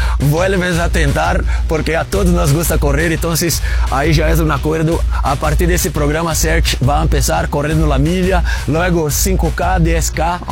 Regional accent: Brazil; Spanish is a second language; moved away as an adult; now in Mexico City, Mexico; Yo soy brasileño, como escucharon, llevo 20 años en México.

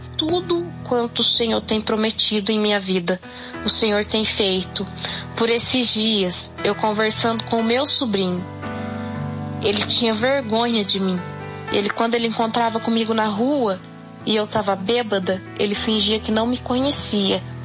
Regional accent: São Luís, São Paulo, Brazil; eu sou do interior de São Paulo, da cidade de São Luís.

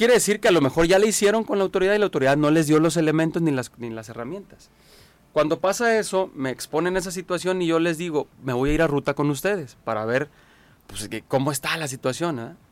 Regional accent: Villa de Álvarez, Colima, Mexico; somos de Villa de Álvarez

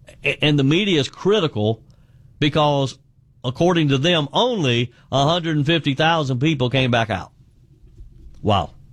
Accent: Greenville, South Carolina, United States; moved away; my hometown area of Greenville, South Carolina

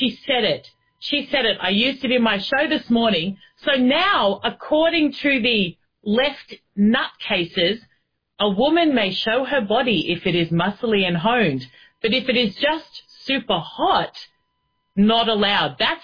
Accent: Australia; as an Australian looking into America

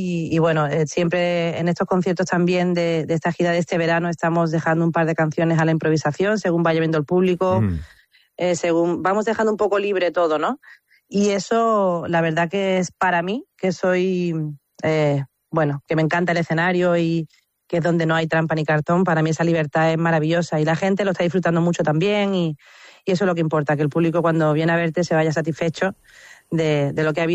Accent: Andalusia, Spain; prácticamente estamos en Andalucía. Y mira, tocar en mi tierra

